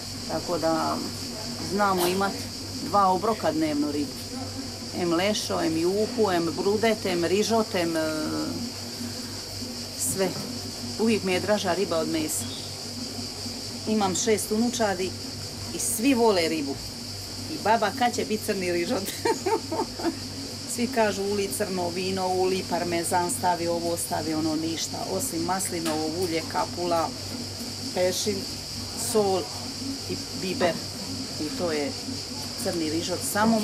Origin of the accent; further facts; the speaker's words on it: Drniš, Šibenik-Knin County, Croatia; born there; now in Solin, Croatia; Živim u Solinu, ja sam rođena u Drniš, krajina Drniš. To je najbolji dio vlaške krvi.